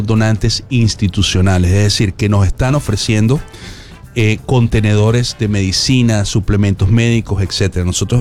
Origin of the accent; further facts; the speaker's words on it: Venezuela; now in South Florida, United States; Yo mismo soy venezolano. Yo mismo soy del área afectada, ¿verdad? Caracas, La Guaira, etcétera.